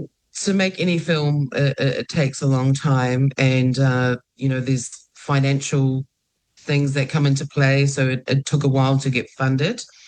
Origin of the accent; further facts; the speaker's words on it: Ha'apai, Tonga; I'm from Hapai. I'm from Tongolileka.